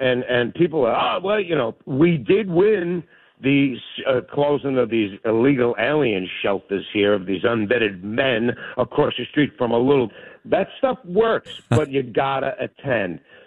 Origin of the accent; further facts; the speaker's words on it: New York, United States; I'm a New Yorker.